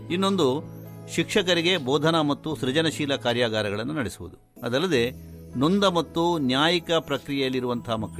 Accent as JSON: {"language": "Kannada", "town": "Mangalore", "region": "Karnataka", "country": "India", "said": "ಆದರೂ ಮಂಗಳೂರಿನ ಪೇಟೆಯ ಪರಿಚಯ ಪೂರ್ತಿ ಮಾಡಿಕೊಳ್ಳಲಿಕ್ಕೆ ಸಾಧ್ಯ ಆಗಲಿಲ್ಲ. ಅಷ್ಟು ವಿಸ್ತಾರವಾಗಿದೆ ನೋಡಿ ನಮ್ಮ ಊರು."}